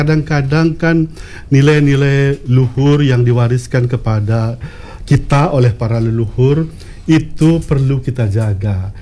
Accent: Bali, Indonesia; Kita orang Bali

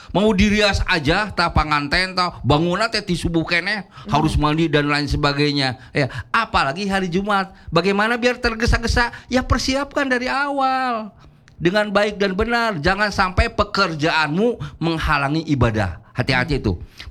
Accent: Subang, West Java, Indonesia; also born or lived in Bandung; Dulu saya waktu SMP sekolah di Subang, Pak Kasmo, di Kecamatan Jalan Cagak, di SMP Jalan Cagak. Karena orang tua saya pada saat itu bekerja di perkebunan Ciater. Jadi perkebunan Ciater, sekolah SD-nya di Ciater di Subang, SMP-nya di Jalan Cagak Subang.

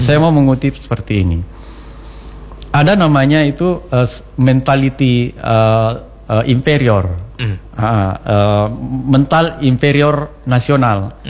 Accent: Maros, South Sulawesi, Indonesia; Saya pos dari Indonesia. I am from Indonesia. You know, saya di daerah saya di Sulawesi Selatan, di Maros, di Pangkep

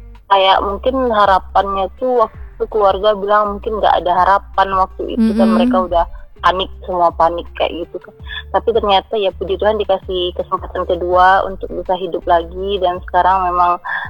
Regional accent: Padang, West Sumatra, Indonesia; Iya, mama orang Padang, lahir besar di Padang. Karena juga lahir besar di Padang.

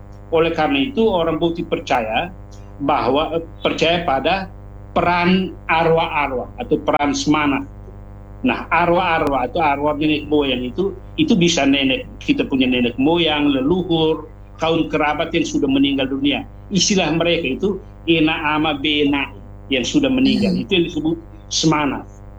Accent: East Nusa Tenggara, Indonesia; first language Dawan; kalau kami orang Timur yang berbahasa Dawan, yang walaupun sudah beragama itu menyebut Tuhan Allah itu dengan istilah Wisneno.

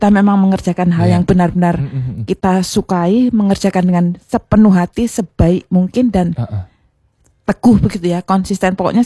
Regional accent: Pekanbaru, Riau, Indonesia; Enggak sedikit orang yang enggak percaya bahwa saya ini dari Pekanbaru.

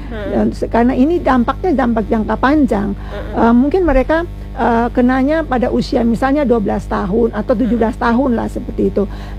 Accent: Ambon, Maluku, Indonesia; karena kita kan orang Ambon, kita tahu bagaimana kalau kekerasan verbal itu kan biasanya sampai dengan menyebutkan mereka dengan kata-kata yang sampai binatang seperti itu.

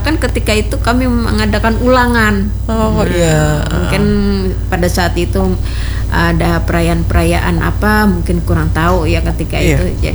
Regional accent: Banjarmasin, South Kalimantan, Indonesia; Selawas Ulun Begana di Banjar dan kebelujuran Ulun orang Banjar.

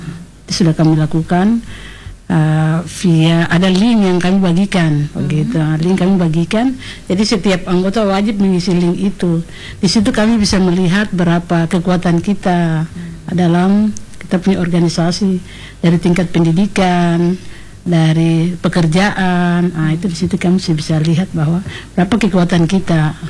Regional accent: Ambon, Maluku, Indonesia; Kita suku Ambon kan ada yang beragama Kristen Katolik, ada juga yang Kristen, beragama Protestan.

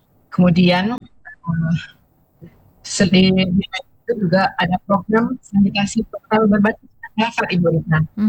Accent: Padang, West Sumatra, Indonesia; kita warga Kota Padang

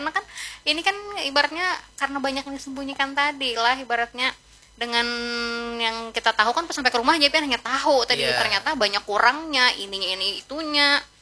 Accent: South Kalimantan, Indonesia; kita orang Banjar kan ada bakat dari kita lah.

